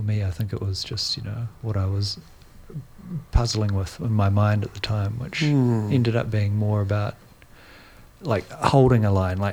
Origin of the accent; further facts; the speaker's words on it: Nelson, New Zealand; moved away; So Nelson's my hometown